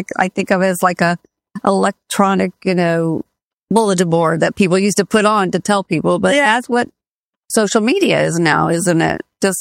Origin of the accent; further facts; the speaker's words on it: Palm Harbor, Florida, United States; also born or lived in Jacksonville, Florida / California / Cayman Islands; now in Tampa, United States; So I was raised in Palm Harbor.